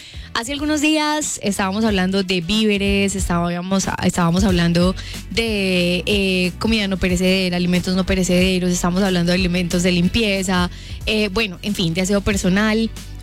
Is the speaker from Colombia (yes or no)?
yes; Colombia; quiénes somos los colombianos